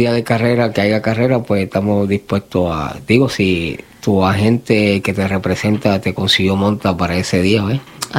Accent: Puerto Rico; now in Lexington, United States; en mi país, en Puerto Rico.

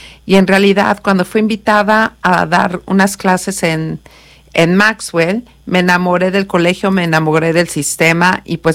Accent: Mexico City, Mexico; moved away as an adult; now in United States; Yo vengo de la Ciudad de México. Yo llegué aquí cuando tenía 19 años y en este momento, pues, llevo aquí ya, en realidad, 41 años.

